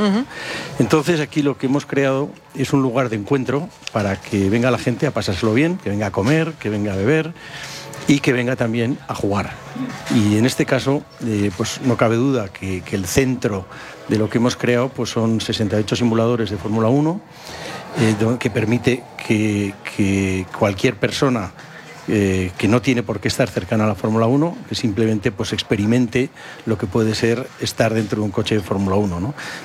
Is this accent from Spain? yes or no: yes; San Sebastián, Basque Country, Spain; now in Madrid, Spain; Yo soy de San Sebastián.